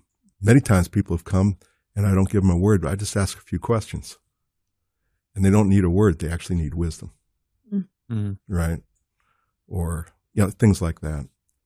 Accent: New Jersey, United States; I mean, I can do it, even though I'm from New Jersey. I can do it.

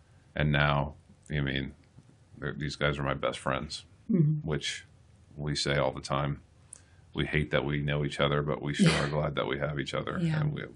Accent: Houston, Texas, United States; We're from Houston. I think there's 11 total from Houston or surrounding areas.

